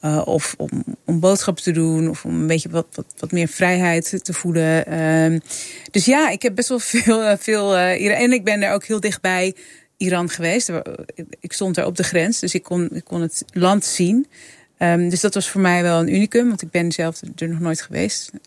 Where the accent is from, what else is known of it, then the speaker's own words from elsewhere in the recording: Leeuwarden, Friesland, Netherlands; Ja, nee, ik ben opgegroeid in Friesland. Eerst in een dorpje vlakbij Leeuwarden en daarna in Leeuwarden. Mijn moeder is Fries, dus ik ben wel opgegroeid met Fries om me heen.